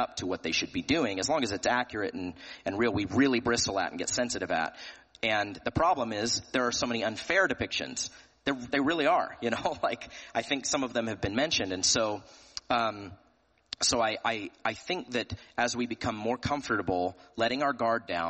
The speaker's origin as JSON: {"language": "English", "region": "Tennessee", "country": "United States", "said": "you know, I'm from Tennessee."}